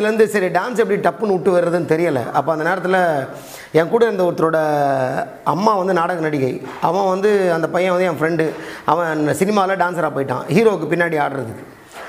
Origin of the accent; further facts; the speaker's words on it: Tirunelveli, Tamil Nadu, India; born there; என்னோடய பூர்வீகம் திருநெல்வேலி, பாளையங்கோட்டை பகுதியில் நான் பிறந்தேன். ஒரு சிஎஸ்ஐ பேக்ட்ராப்பில் நான் பிறந்தேன். என் அம்மா ஒரு ஹிந்து, அப்பா ஒரு சிஎஸ்ஐ கிறிஸ்டியன்.